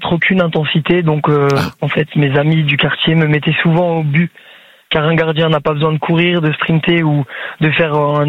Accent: Guebwiller, Grand Est, France; Je suis originaire d'Alsace, dans le Haut-Rhin.

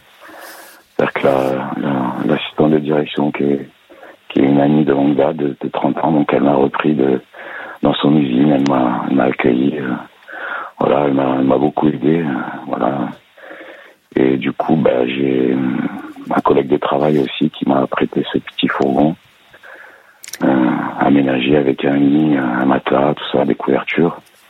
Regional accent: Nice, Provence-Alpes-Côte d'Azur, France; aussi de la région niçoise.

